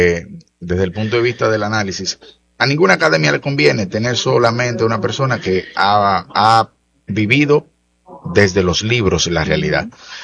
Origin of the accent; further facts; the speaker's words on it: Moca, Espaillat, Dominican Republic; me vinculé primero a 2 oficinas de mi pueblo natal, que es Moca, y luego de eso entonces paso a fundar mi propio bufete